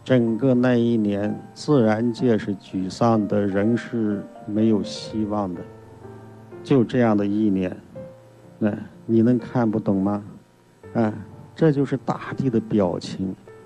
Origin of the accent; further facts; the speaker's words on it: Xinjiang, China; 我小时候生活在新疆北疆沙漠边戈壁上的一个小小村庄，就是一个人村庄中所写的那个叫黄沙娘的村庄。